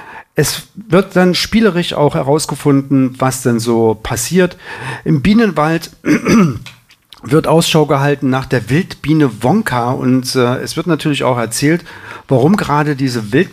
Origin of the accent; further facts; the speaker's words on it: Thuringia, Germany; ich komme ja aus Thüringen